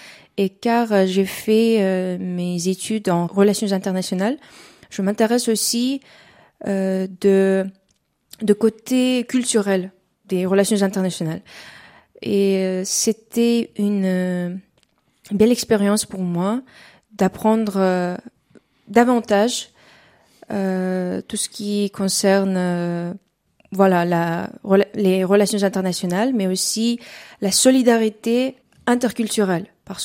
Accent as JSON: {"language": "French", "country": "Uzbekistan", "second_language": "French", "moved": "as an adult", "said": "Chez nous, en Ouzbékistan, c'est un peu différent."}